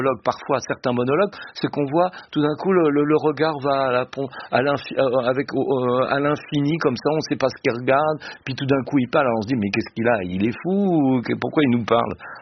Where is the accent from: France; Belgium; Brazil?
France; Le Havre, Normandy; Moi, je suis du Havre.